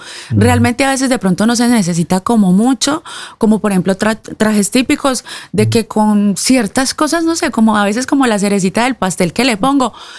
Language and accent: Spanish; Colombia; now in Norway